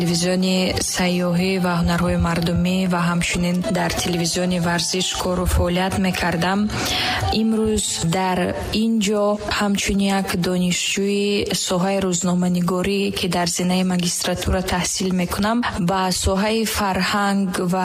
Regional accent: Tajikistan; first language Tajik; همیشه یک هموطنی خود رو میکفتم که با زبان مادریم صحبت کنم، با زبان مادریم گپ زنم، تا ان همون لذت زبان تاجیکی رو احساس کنم.

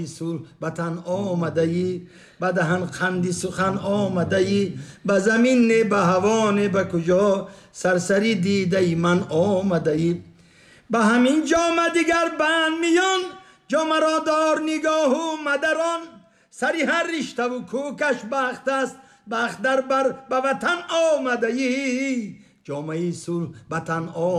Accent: Khorugh, Gorno-Badakhshan, Tajikistan; من همین خاروق هستم گفتم مادر من همین خاروق برای من … من بدخشانی هستم

